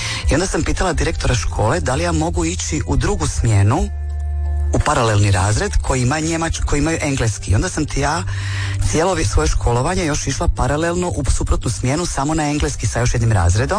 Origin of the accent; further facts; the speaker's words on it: Našice, Osijek-Baranja County, Croatia; naglo prekinuti svoje školovanje, preseliti iz Našica u Osijek, znači ostaviti svoju generaciju u srednjoj školi